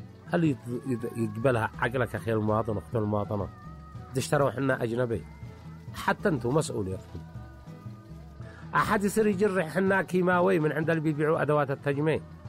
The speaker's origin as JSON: {"language": "Arabic", "country": "Yemen", "said": "حنا يمني."}